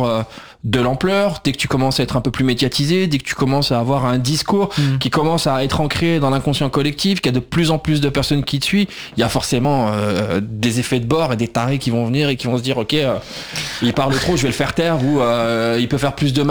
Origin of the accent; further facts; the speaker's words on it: France; Est-ce que c'était un truc que nous, en tant que Français, par rapport à l'histoire qu'on a avec les colonies